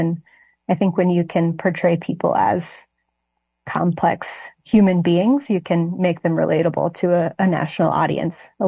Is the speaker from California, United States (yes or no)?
no; Arkansas, United States; moved away as an adult; now in Connecticut, United States; growing up in Arkansas, growing up reading the Democrat Gazette